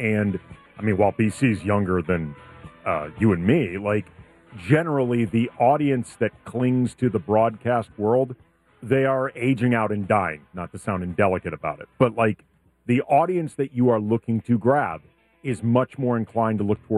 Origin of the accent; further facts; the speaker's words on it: United States; as an American sports culture